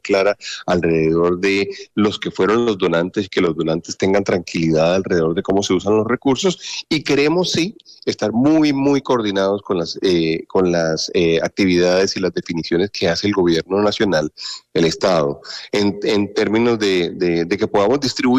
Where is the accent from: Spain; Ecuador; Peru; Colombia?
Colombia; nosotros como colombianos